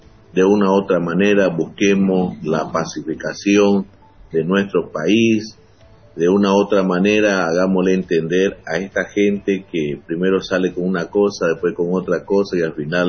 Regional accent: Bolivia

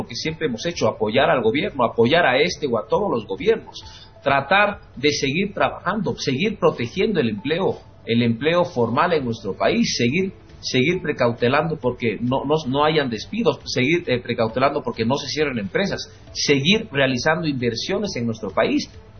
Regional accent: Bolivia

